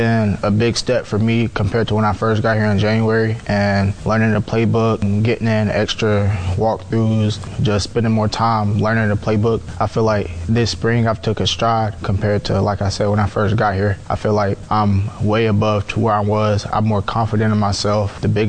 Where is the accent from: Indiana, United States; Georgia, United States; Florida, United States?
Georgia, United States; moved away as an adult; now in Knoxville, United States; You know, I'm from Georgia